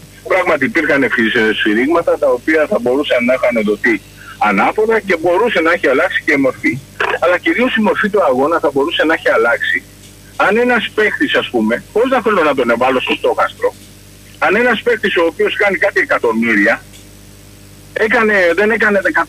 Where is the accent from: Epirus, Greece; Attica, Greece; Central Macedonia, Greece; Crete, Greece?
Attica, Greece; Kaminia; Τι κάνεις, αγόρι μου … από τα Καμίνια.